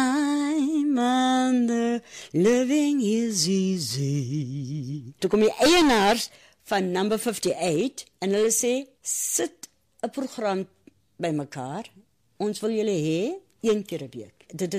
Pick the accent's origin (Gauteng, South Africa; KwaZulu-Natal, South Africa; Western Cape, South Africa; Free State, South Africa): Western Cape, South Africa; moved away as an adult; ek kom van die Kaap en ons ontmoet in Johannesburg.